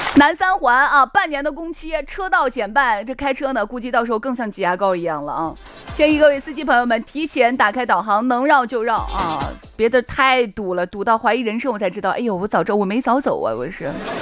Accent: Shaanxi, China; 其实我们陕西话真的啊高大上

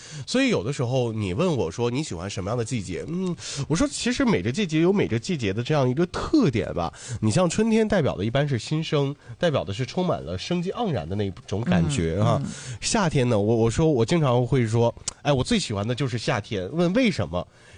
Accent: Northeast China, China; 你放在咱东北，然后要是听这样声，可能就说哎你这是夹子音

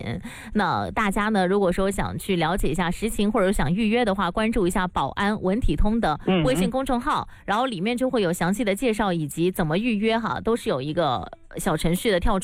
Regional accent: Guangdong, China; 作为广东人

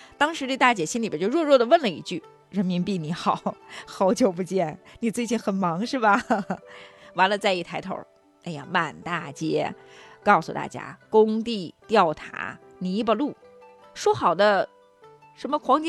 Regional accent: Northeast China, China; 我们都是东北的

